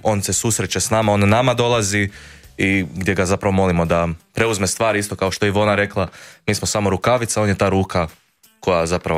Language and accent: Croatian; Voloder, Sisak-Moslavina County, Croatia; mi živimo u Voloderu, iz Volodera smo oboje, živimo 5 minuta autom jedan od drugog